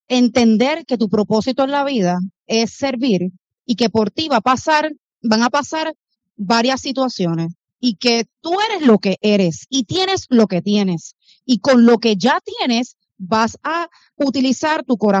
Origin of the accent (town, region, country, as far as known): Puerto Rico